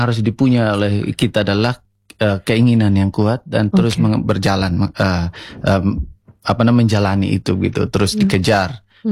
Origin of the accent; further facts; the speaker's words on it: Kawangu, East Nusa Tenggara, Indonesia; ada di Kawangu. Jadi ada yayasan di sana, saya tumbuh besar di sana juga. Saya dididik di sana selama saya dari SMP sampai SMA